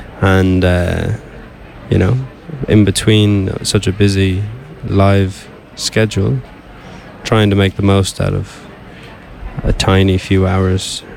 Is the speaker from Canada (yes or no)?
no; Ireland; I think obviously being Irish, we love